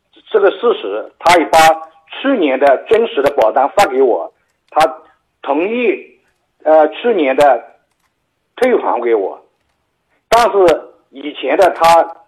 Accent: Zhejiang, China; 我自己用的。因为我是浙江的。

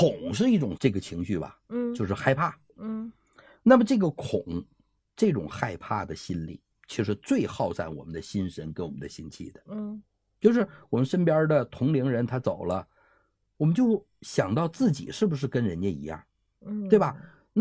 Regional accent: China; 其实我们中国人，你知道吗？最忌讳的这个"死"字儿

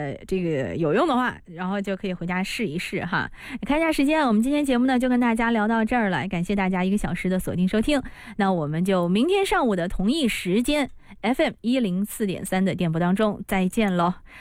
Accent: northern China, China; 那作为一个北方人

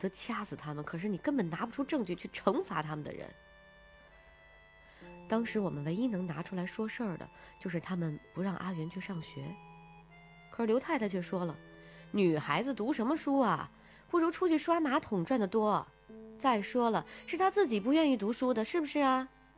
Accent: Northeast China, China; 我们老家在东北，

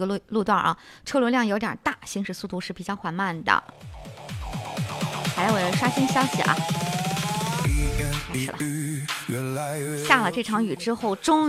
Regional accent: Xinjiang, China; 但是咱新疆人，

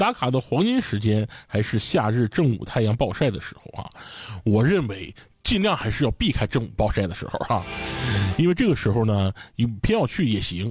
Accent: Dalian, Liaoning, China

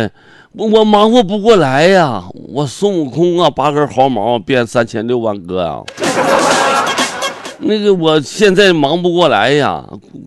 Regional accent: Heilongjiang, China; born there; now in Panjin, China; 黑龙江我老家那边我打电话了，东发乡的，我们村的我们屯的都打电话说你回来吧

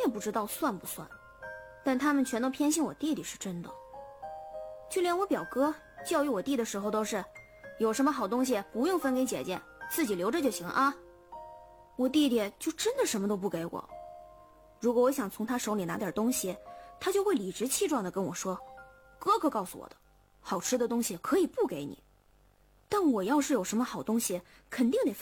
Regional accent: Northeast China, China; 我们东北那边农村不都是睡火炕吗？

